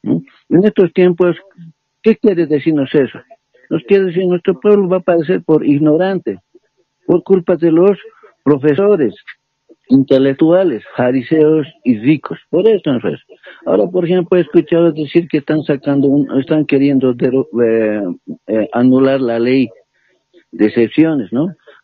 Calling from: Bolivia

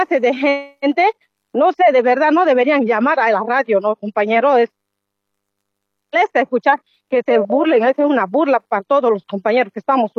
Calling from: Cochabamba, Bolivia; de aquí del trópico.

